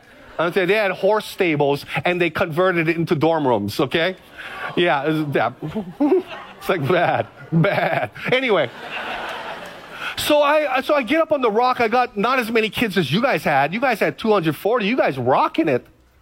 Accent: Hawaii, United States; now in Kaneohe, United States; I like rain. I'm from the Big Island, FBI. Kaneohe. I'm in Kaneohe. I get plenty of rain.

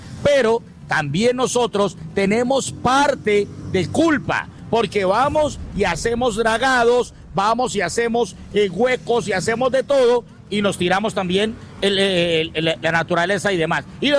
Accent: Cali, Valle del Cauca, Colombia; soy caleño

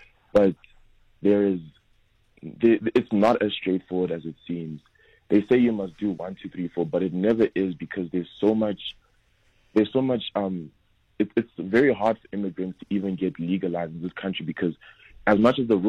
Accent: South Africa; also born or lived in Nigeria; even though I grew up here, even though I speak like an all boys kid sometimes. You know, I grew up here.

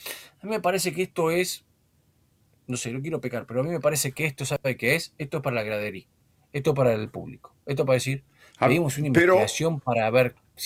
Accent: Argentina

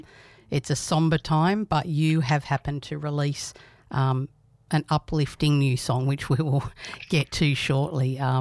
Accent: Ireland; And being an Irishman and a musician and someone who's met Glenn

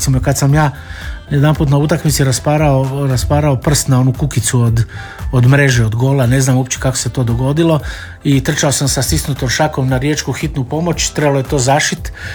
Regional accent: Rijeka, Primorje-Gorski Kotar County, Croatia; born there; Rođen sam u Rijeci.

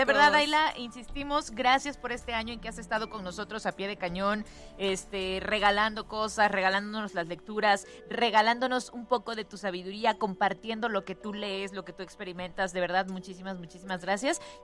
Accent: Mexico; se van acercando estas fechas que son súper, súper especiales, sobre todo para nosotros como mexicanos.

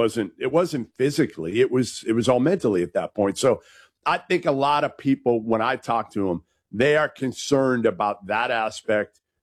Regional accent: Boston, Massachusetts, United States; I've just known these two long enough, growing up in Boston, being around Danny every draft

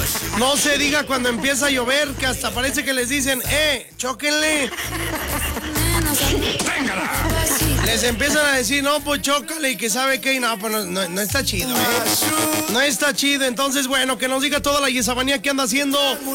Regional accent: Mexico

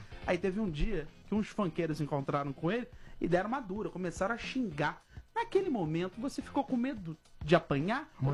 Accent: Rio de Janeiro, Brazil; born or raised there; accent: carioca; moved away as an adult

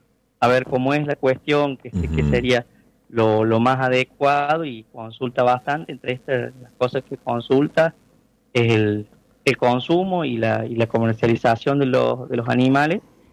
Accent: Argentina

